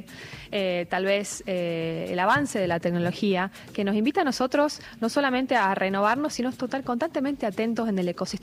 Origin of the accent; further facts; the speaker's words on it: Jujuy, Argentina; soy de Jujuy y me toca explorar las provincias del NOA de manera integral